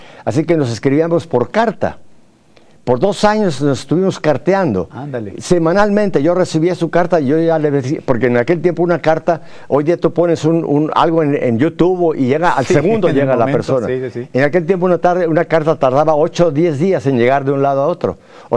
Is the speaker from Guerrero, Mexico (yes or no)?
no; Mexico City, Mexico; also born or lived in Spain; yo tuve la fortuna de nacer en esa bellísima Ciudad de México. Me crié en Ciudad de México.